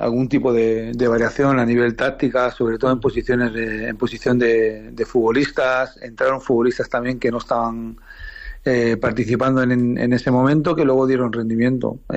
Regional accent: Valencia, Valencian Community, Spain; No nos queda nada más que, bueno, los que somos de Valencia, los que sufrimos con él, pues apoyar al equipo

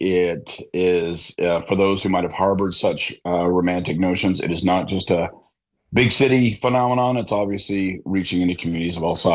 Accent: Belleville, Ontario, Canada; moved away; I grew up in Belleville, I think, as you know. And so, I know the synagogue. I know Bleecker Avenue.

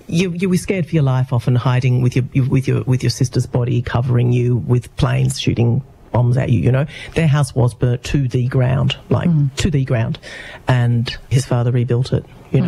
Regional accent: Canberra, Australian Capital Territory, Australia; you were asking me about my childhood, what was it like growing up in Canberra

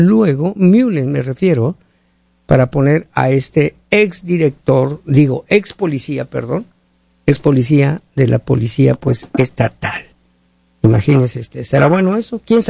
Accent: Hermosillo, Sonora, Mexico; now in United States; Yo soy de Hermosillo, Sonora

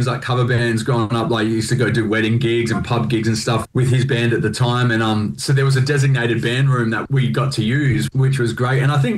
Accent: Collie, Western Australia, Australia; Yeah, we're originally from Western Australia. We're born and raised in a town called Collie, which was about 2 hours south of Perth.

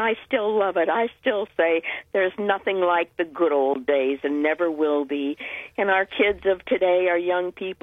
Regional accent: Ravenna, Ohio, United States; also born or lived in Columbus, Ohio; now in Akron area, United States; actually, I moved here just 5 years ago from Columbus, even though I'm originally from Ravenna.

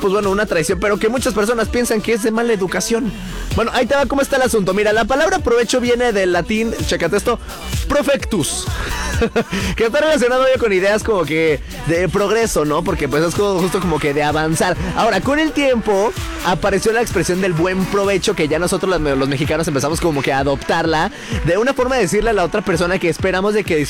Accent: Mexico; nosotros normalmente como mexicanos tenemos esta cultura

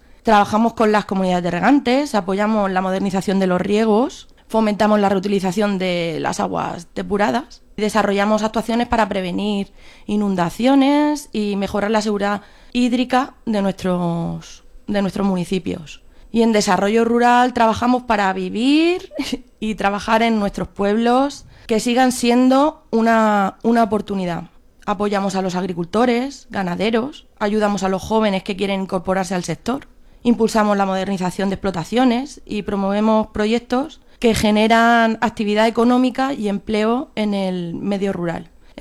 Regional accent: Albatera, Valencian Community, Spain; Soy de Albatera y, como cualquier persona de la Vega Baja, he crecido escuchando hablar de agua toda la vida.

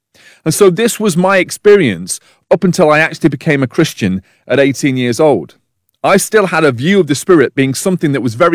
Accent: Manchester, North West England, United Kingdom; born there; also born or lived in Shropshire; I was brought up going to church, but my main experience of the Holy Spirit that I remember was when I was age 10, when we moved from Shropshire to Manchester.

